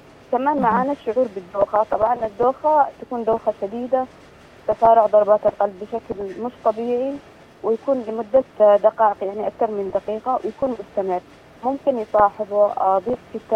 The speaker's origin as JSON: {"language": "Arabic", "region": "Aden", "country": "Yemen", "said": "بالاسم الدارج عندنا بعدن"}